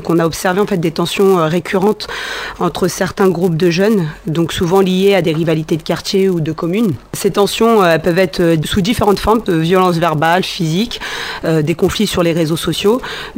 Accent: Beaumont-sur-Oise, Île-de-France, France; j'ai fréquenté le lycée Varis Gallois, je suis originaire de Beaumont.

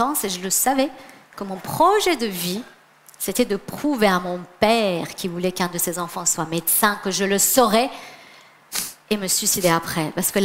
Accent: Iran; Alors moi, je suis iranienne, d'où mon prénom d'ailleurs.

